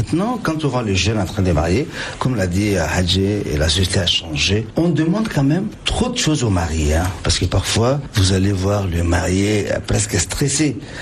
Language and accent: French; Chad; on a envie aussi de nous sentir tchadiens avec nos choses.